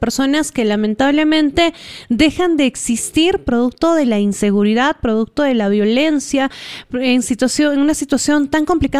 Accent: Peru; como peruanos estamos cansados

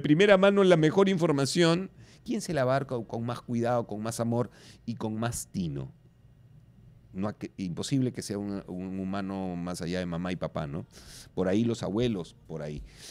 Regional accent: Lima, Peru; los limeños somos muy quejones con el clima

